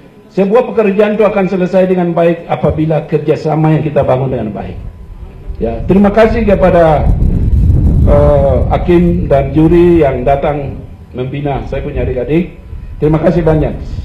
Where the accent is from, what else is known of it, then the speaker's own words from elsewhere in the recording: Papua, Indonesia; Kita orang Papua bisa maju hanya dua, olahraga dengan seni suara.